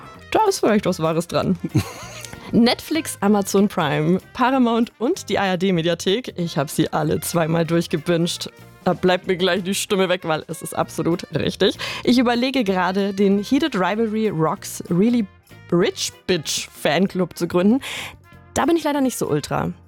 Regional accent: Bayreuth, Bavaria, Germany; Der hält mich nämlich nicht in Bayreuth, meiner Heimatstadt.

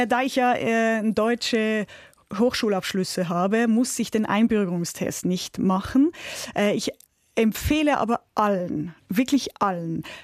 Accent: Küsnacht, Zurich, Switzerland; ich bin aufgewachsen in Küsnacht, ich habe zwei ältere Brüder und ich bin wirklich sehr sportlich aufgewachsen.

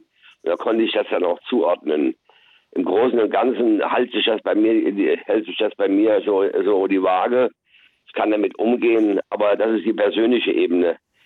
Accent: East Germany, Germany; moved away; Ich bin aus der DDR gekommen. Ich musste mich hier als Deutscher, als Flüchtling in Deutschland, musste ich mich behaupten.

